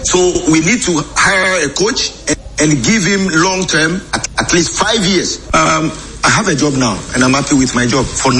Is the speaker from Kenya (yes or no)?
no; Ghana; I'm a Ghanaian